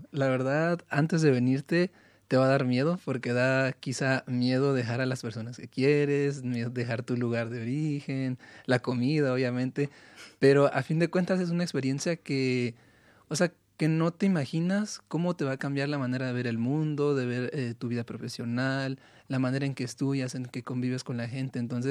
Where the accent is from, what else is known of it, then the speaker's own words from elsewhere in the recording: northern Mexico, Mexico; Como soy del norte de México, uno haría más como, arre, ¿vamos a comer o qué?